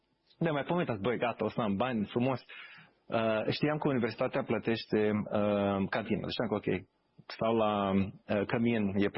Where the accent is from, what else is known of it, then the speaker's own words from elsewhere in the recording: Târgu Bujor, Galați County, Romania; M-am născut în Galați, dar am trăit până în clasa 8 la Târgu Jor, care e și mai mic decât Galațiu, că 3.000 jumate de oameni. Și țin minte când m-am mutat în clasa 8, am mutat la liceu în Galați.